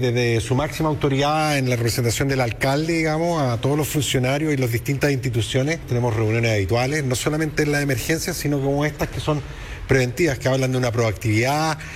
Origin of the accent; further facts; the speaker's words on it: Puerto Montt, Los Lagos, Chile; los que somos de Puerto Montt